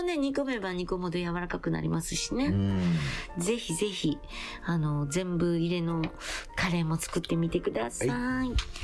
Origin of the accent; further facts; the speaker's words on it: Shikoku, Japan; 私四国なんですが